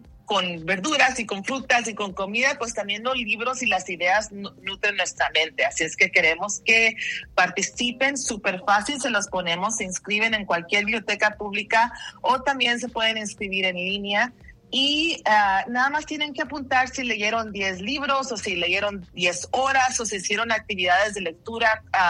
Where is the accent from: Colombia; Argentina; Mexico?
Mexico; a mí como mexicana